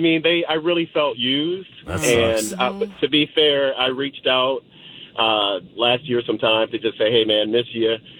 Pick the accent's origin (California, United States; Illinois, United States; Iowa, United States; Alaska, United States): Illinois, United States; now in Houston, United States; 30-plus year friendship. We grew up together in Illinois. I since moved to Houston.